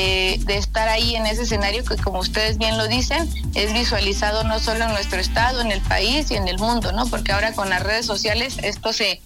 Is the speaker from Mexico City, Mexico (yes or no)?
no; Oaxaca, Mexico; Es el Cerro del Fortín, nuestra máxima fiesta como oaxaqueños.